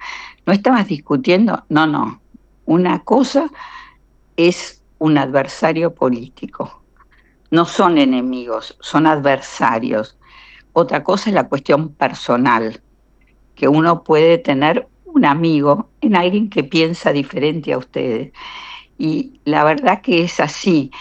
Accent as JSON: {"language": "Spanish", "country": "Argentina", "said": "me está representando a mí como argentina."}